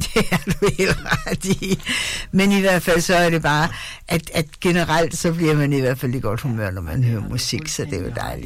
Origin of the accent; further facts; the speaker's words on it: Fredericia, Region of Southern Denmark, Denmark; Jeg er jøde, ja. Jeg er fra Fredericia.